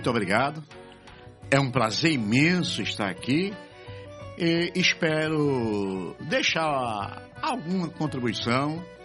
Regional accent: Recife, Pernambuco, Brazil; born there; Eu nasci em Recife.

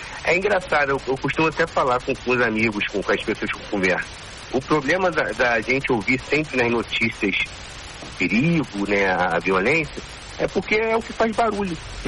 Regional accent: Rio de Janeiro, Brazil; Fui criado aqui no subúrbio, na Zona Norte. Não fui criado no cartão postal

